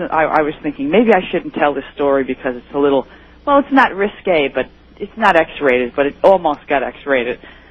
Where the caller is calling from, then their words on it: Woodbridge, New Jersey, United States; from Woodbridge, New Jersey.